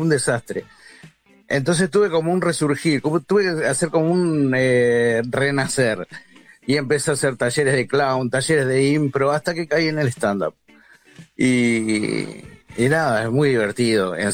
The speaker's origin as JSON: {"language": "Spanish", "town": "Quilmes", "region": "Buenos Aires Province", "country": "Argentina", "said": "Le digo, flaco, soy de Quilmes, ¿a quién querés que te traiga a las 12 de la noche?"}